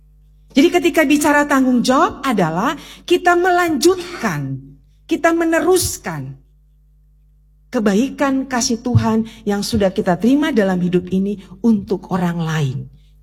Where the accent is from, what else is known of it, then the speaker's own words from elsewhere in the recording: Singaraja, Bali, Indonesia; kami orang Singaraja gak belanja pakai dolar. Kami orang Singaraja gak main saham gitu loh.